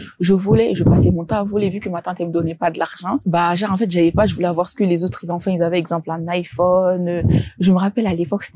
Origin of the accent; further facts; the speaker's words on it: Guinea; born there; je suis née en Guinée.